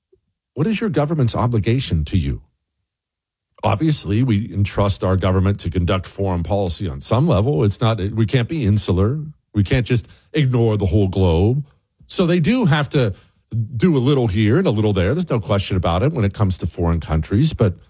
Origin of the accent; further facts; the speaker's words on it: United States; I am not a Canadian. I'm not a Mexican. I'm not a Frenchman. I'm not a Ukrainian. I'm not a Russian. I'm an American.